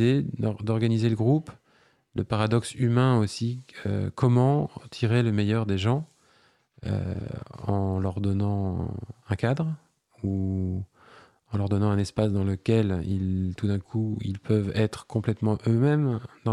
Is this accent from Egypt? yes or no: yes; Cairo, Cairo Governorate, Egypt; moved away; j'ai passé mon enfance au Caire